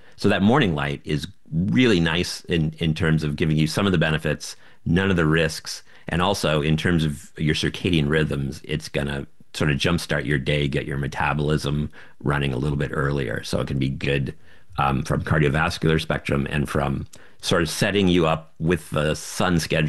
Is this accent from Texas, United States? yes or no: no; Florida, United States; moved away; I grew up in Florida